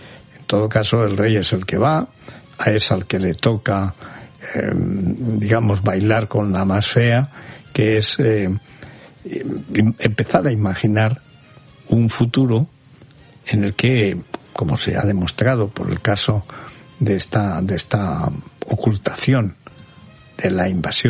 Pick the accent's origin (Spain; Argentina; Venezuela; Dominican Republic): Spain; Las víctimas son o somos los españoles.